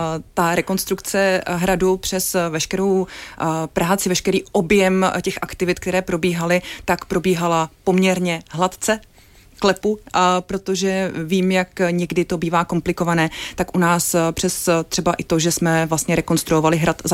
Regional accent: Plzeň, Plzeň Region, Czechia; moved away as an adult; also born or lived in Prague; pocházím z Plzně, což je samozřejmě poměrně velké město, a pak jsme studovali v Praze

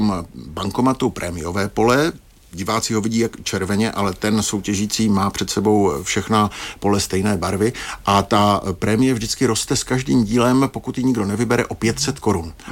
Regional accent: Brno, South Moravian Region, Czechia; jsem z Brna.

